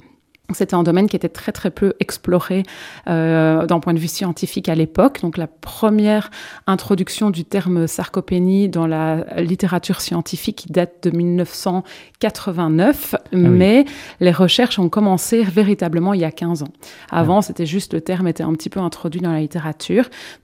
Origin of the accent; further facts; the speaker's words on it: Assesse, Wallonia, Belgium; moved away as an adult; also born or lived in Liège; now in Namur, Belgium; Donc je suis namuroise d'origine et je suis partie faire mes études à Liège. Donc je suis restée à Liège pendant plus de 12 ans et donc je suis ravie d'avoir eu l'opportunité de revenir en fait sur Namur. Donc je suis assessoise même d'origine